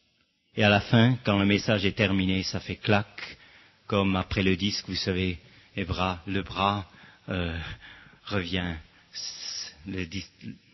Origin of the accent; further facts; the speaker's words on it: Switzerland; Si vous lisez en Sacharie, je suis suisse, j'ai des difficultés aussi avec cette langue.